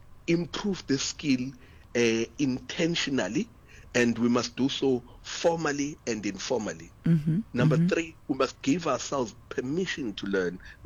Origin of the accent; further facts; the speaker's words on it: Durban, KwaZulu-Natal, South Africa; we grew up in segregated beaches. We grew up where I'm born and raised in Durban.